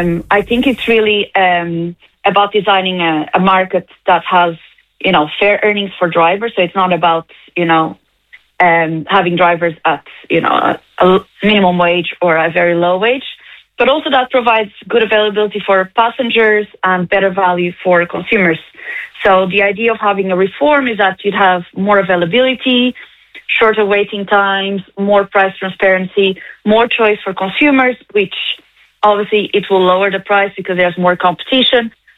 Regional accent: Lisbon, Portugal; now in Ireland; I am from Lisbon

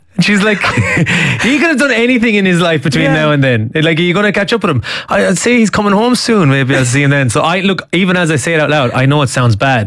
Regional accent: Cashel, Tipperary, Ireland; now in Dublin, Ireland; Kind of, because I'm originally from Cashel and Tipperary.

